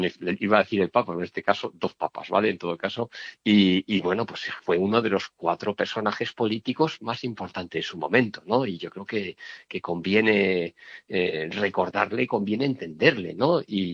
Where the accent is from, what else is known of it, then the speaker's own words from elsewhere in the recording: Spain; nosotros como españoles